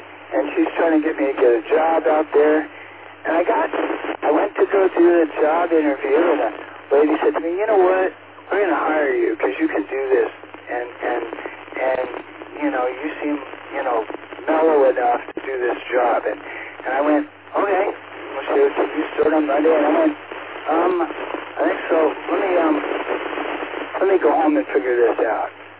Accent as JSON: {"language": "English", "region": "New York", "country": "United States", "tie": "born or raised there", "moved": "yes", "said": "I grew up in New York for 11 years before I moved out here"}